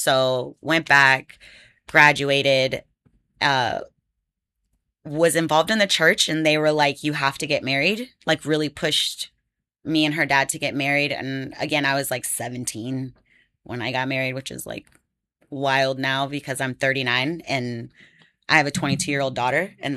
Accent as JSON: {"language": "English", "town": "Houston", "region": "Texas", "country": "United States", "tie": "born or raised there", "said": "I grew up in Texas, right, around the Houston area."}